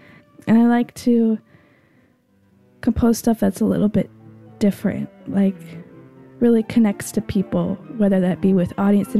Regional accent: St. Louis, Missouri, United States; I am a saxophonist and composer, and I'm from St. Louis, Missouri.

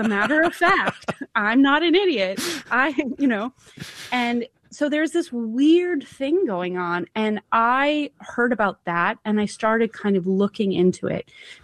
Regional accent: Calgary, Alberta, Canada; I'm from Calgary, Alberta, so I'm from a place not so different than your listeners.

